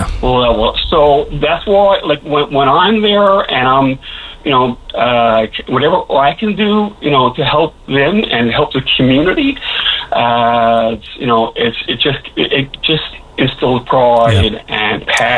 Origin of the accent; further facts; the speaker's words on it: Gander, Newfoundland and Labrador, Canada; I come from Wake and Gander